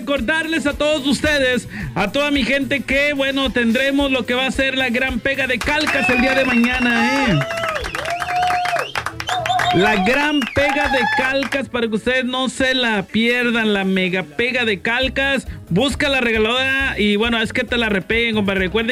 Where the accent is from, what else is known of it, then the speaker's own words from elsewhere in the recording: Ciudad Mante, Tamaulipas, Mexico; la de Mante, que también me la estaba solicitando mi compadre, bueno, la de mi pueblo.